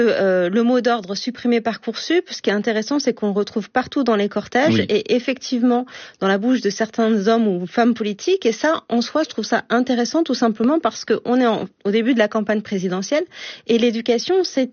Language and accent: French; Saint-Quentin-en-Yvelines, Île-de-France, France